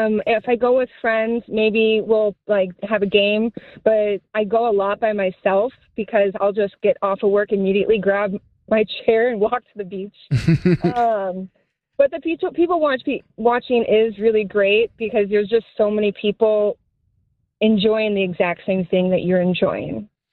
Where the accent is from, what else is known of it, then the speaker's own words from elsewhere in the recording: Texas, United States; now in Chicago, United States; I'm a transplant from Texas. This is like my favorite part of Chicago is our lake.